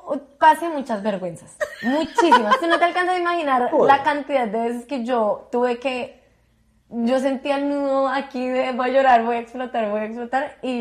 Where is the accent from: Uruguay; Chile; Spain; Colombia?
Colombia; Porque yo venía con un promedio muy bueno de Colombia.